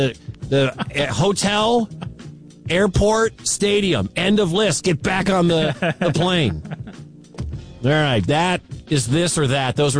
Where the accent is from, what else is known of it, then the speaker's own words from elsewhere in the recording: Detroit, Michigan, United States; I don't like Ohio State because I'm from Detroit, but still, that's awful.